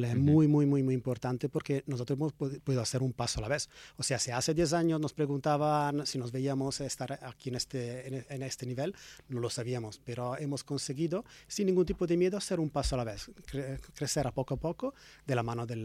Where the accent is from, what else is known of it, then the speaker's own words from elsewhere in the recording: Italy; Spanish is a second language; now in Tenerife, Spain; porque yo vengo de Italia, o sea que traigo el know-how